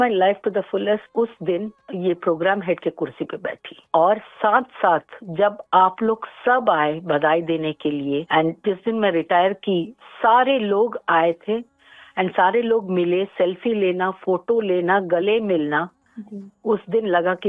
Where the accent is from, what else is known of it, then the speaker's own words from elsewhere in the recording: Port Blair, Andaman and Nicobar Islands, India; moved away; मैं पोर्टब्लेयर से हूँ